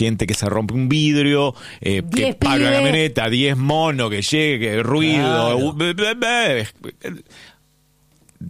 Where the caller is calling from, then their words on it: Buenos Aires, Argentina; de San Telmo.